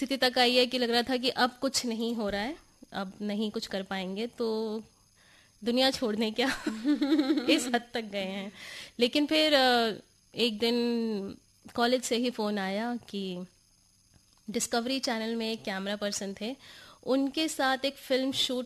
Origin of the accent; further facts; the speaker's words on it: Lucknow, Uttar Pradesh, India; अभी मैं लखनऊ से आई हूँ।